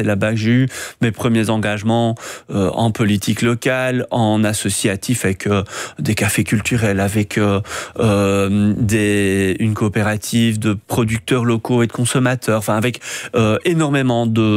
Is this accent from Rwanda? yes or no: no; Verviers, Wallonia, Belgium; moved away as an adult; also born or lived in Liège; now in Viroinval, Belgium; je suis originaire de Verviers, j'ai fait mes études à Liège, j'étais quand même plutôt urbain d'une certaine manière. Je suis arrivé dans cette région, je ne connaissais rien ni personne.